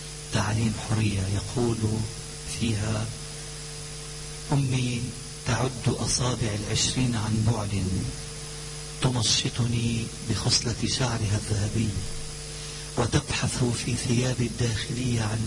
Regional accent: Amchit, Keserwan-Jbeil, Lebanon; born there; وكنت في قريتي وفي بلدتي في عمشيت

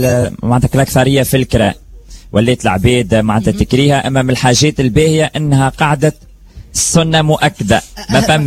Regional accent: Sfax Governorate, Tunisia; accent: Kerkennah dialect; احنا توا معناتها ماشيين حتى انه نحافظوا حتى على لهجتنا القرقنيه طيب احنا بحكم برشا قريقنا وليت كلها تهاجر تعيش في صفاقس في تونس

